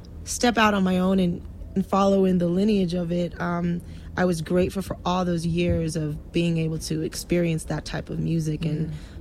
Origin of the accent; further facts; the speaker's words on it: Los Angeles, California, United States; I was an L.A. girl